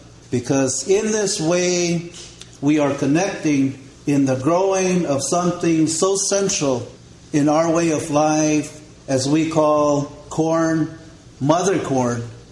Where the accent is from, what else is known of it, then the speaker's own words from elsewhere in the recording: Cochiti Pueblo, New Mexico, United States; first language Cochiti (Keresan); English is a second language; my native language of Cochiti